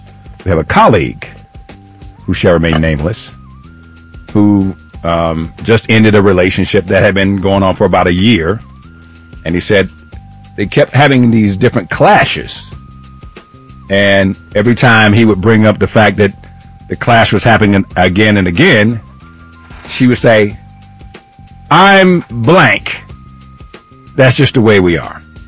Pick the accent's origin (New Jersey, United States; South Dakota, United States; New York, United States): New York, United States; Do people get a pass to behave a certain way because of where they're from? I'm from New York, son.